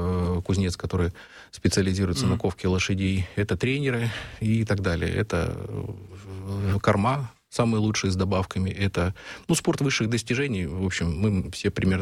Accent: Siberia, Russia; now in Moscow, Russia; Я родился и вырос в Сибири.

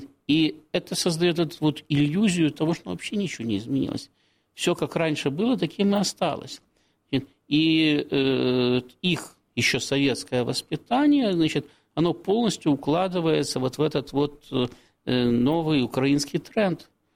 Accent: Ukraine; Здесь родился, да, здесь живу, это моя территория, ее назвали Украина, значит, я украинец, я ее защищаю.

